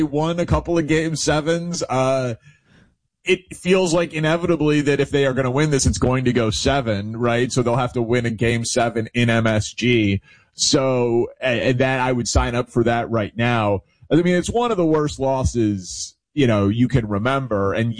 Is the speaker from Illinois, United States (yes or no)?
yes; Chicago, Illinois, United States; I'm from Chicago. I'm not like a diehard Cleveland fan.